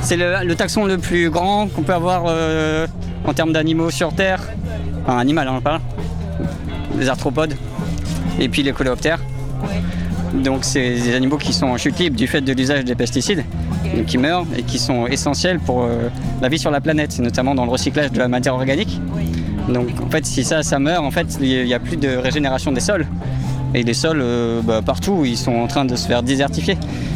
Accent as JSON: {"language": "French", "town": "Saclay", "region": "Île-de-France", "country": "France", "said": "Nous, on vient de Saclay."}